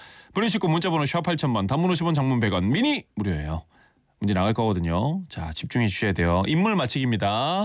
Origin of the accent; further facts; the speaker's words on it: Gyeongsang, South Korea; 경상도 제가 경상도 출신이잖아요.